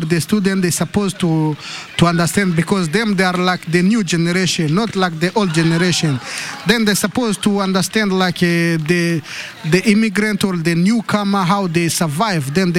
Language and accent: English; Burundi; English is a second language; moved away as an adult; now in Slovenia; I'm come from Burundi.